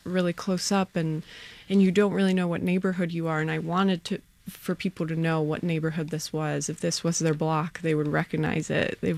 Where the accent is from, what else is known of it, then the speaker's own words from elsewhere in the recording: Florida, United States; we're both from Florida